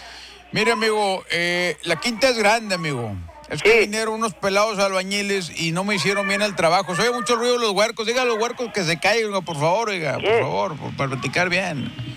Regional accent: Linares, Nuevo León, Mexico; Yo soy de Linares, oiga.

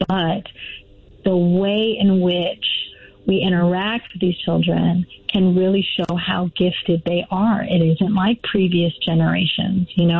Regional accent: Las Vegas, Nevada, United States; I was born and raised in Las Vegas. I was raised on the east side of Las Vegas. I went to Las Vegas High School, the whole shebang.

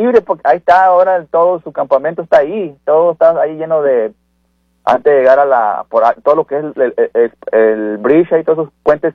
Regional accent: Mexico; Para todos los que somos mexicanos

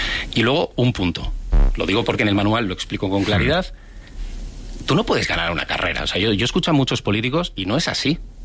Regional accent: San Sebastián, Basque Country, Spain; now in Madrid, Spain

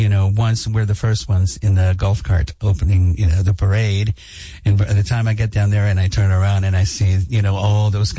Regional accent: Cuba; English is a second language; moved away; also born or lived in New York, United States / Nashville, United States; I came from Cuba and I went to New York and I studied in New York.

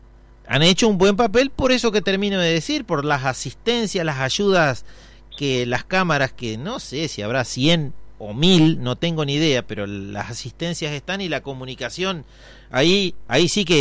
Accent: Argentina; Y somos tan argentinos

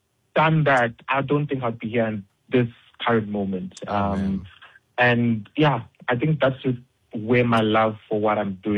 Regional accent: Matatiele, Eastern Cape, South Africa; I grew up with a person speaking on the other side right now. We grew up in Matatiele.

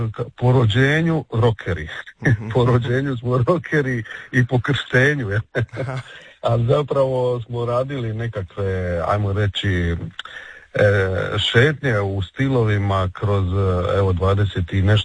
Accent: Dalmatia, Croatia; now in Zagreb, Croatia

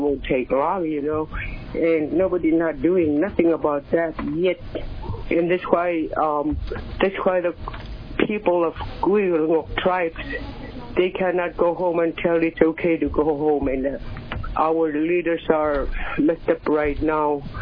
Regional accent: Kwigillingok, Alaska, United States; I'm from Quigalingok, Alaska, and over many years, since 1980s, before our parents were gone, relocation was a subject.

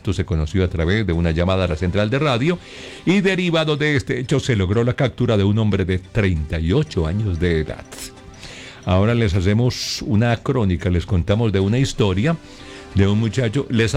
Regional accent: Concordia, Antioquia, Colombia; Concordia, mi tierrita

